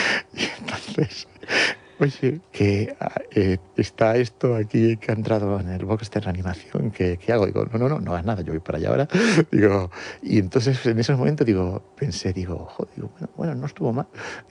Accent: Canary Islands, Spain; moved away as an adult; como todo canario que va a estudiar a Madrid, pues muchos de ellos estudian en colegios mayores

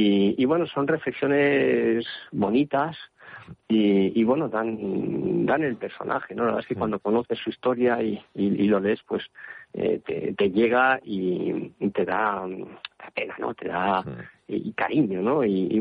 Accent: Spain

